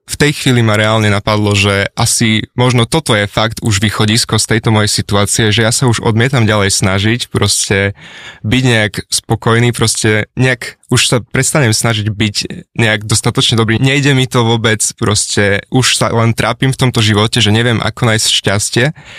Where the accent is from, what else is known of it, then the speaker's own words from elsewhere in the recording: Bardejov, Prešov Region, Slovakia; now in Bratislava, Slovakia; Ja som sa neskôr presťahoval do Bratislavy a nie som pôvodne z Bratislavy, som z Bardejova. Pozdravujem Bardejov